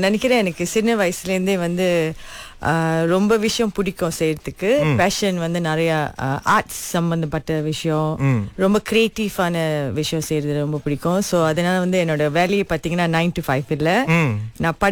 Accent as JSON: {"language": "Tamil", "town": "Kuala Lumpur", "region": "Federal Territory of Kuala Lumpur", "country": "Malaysia", "tie": "born or raised there", "said": "Okay, நான் பிறந்து வளர்ந்ததெல்லாம் கோலாலம்பூர்ல தான். இங்கதான் எல்லாமே."}